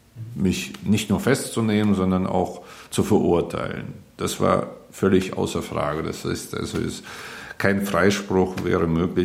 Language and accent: German; Frechen, North Rhine-Westphalia, Germany; born there; also born or lived in Leningrad (Saint Petersburg), Russia; now in Berlin, Germany; '95 kam ich nach Deutschland mit meiner Familie und relativ bald auch nach Frechen bei Köln. Bin hier zur Schule gegangen, Abitur gemacht, studiert, Wirtschaftsrecht studiert, dann noch Recht studiert